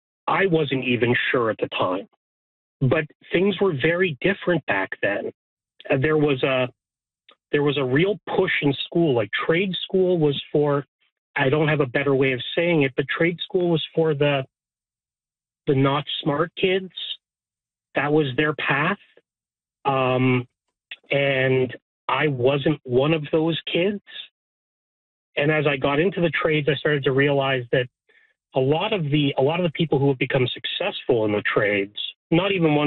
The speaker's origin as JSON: {"language": "English", "town": "Toronto", "region": "Ontario", "country": "Canada", "tie": "born or raised there", "said": "I grew up in Toronto, and I was ready to go to U of T for biochemistry."}